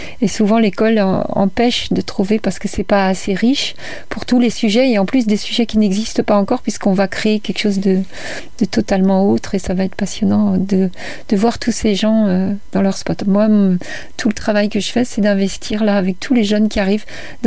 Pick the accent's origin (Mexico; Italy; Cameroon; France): France; Paris, Île-de-France; born there; Moi, je suis née à Paris, donc si j'ai fait tout ce que j'ai fait en étant née à Paris, je pense que tout le monde peut le faire.